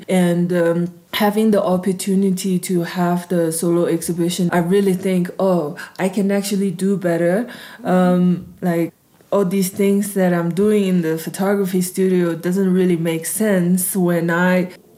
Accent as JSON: {"language": "English", "town": "Lhasa", "region": "Tibet", "country": "China", "tie": "born or raised there"}